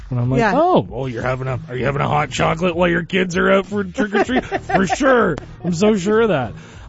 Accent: Peterborough, Ontario, Canada; I'm from Peterborough.

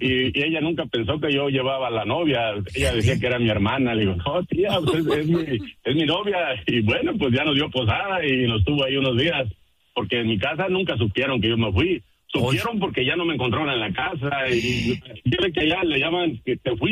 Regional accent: Autlán de la Grana, Jalisco, Mexico; Somos de allá de Jalisco, de un pueblo que se llama Autlán de la Grana, Jalisco.

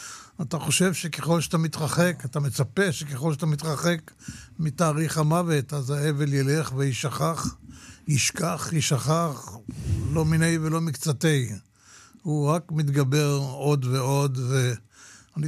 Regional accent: Tel Aviv, Tel Aviv District, Israel; born there; moved away as an adult; also born or lived in Golan Heights; אני גרתי בתל אביב, נולדתי בתל אביב

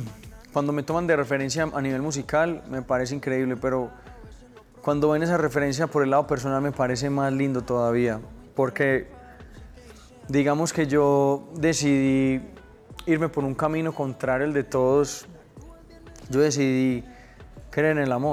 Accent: Medellín, Antioquia, Colombia; mi tierra, Medellín

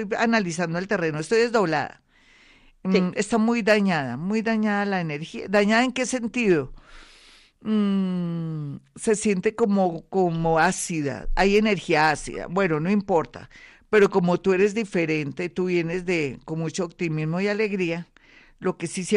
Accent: Colombia; como decimos en Colombia.

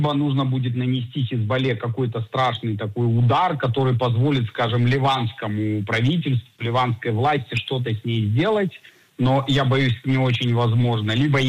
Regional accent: Israel

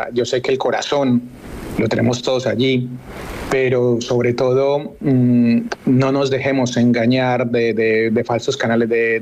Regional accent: Colombia; now in Murcia, Spain; Somos muchos colombianos residentes en la región de Murcia

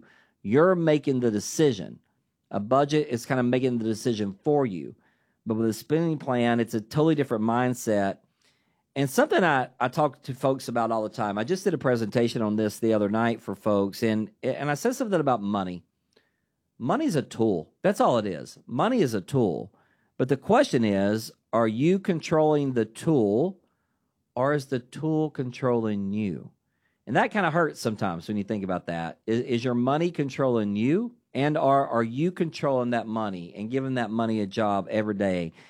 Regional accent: Dayton, Tennessee, United States; accent: country; so you're going to have to put up with my good country accent from Dayton, Tennessee for about an hour here.

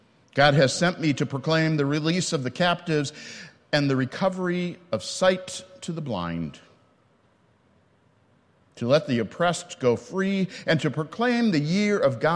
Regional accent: Alexandria, United States; moved away; the first time I had returned to Alexandria and this pulpit in this church of my childhood.

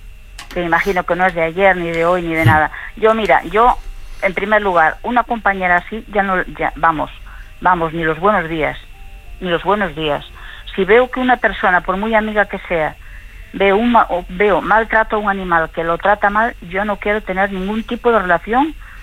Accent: La Lanzada, Galicia, Spain

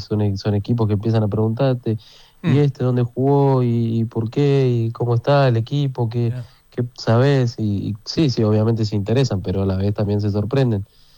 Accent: Argentina

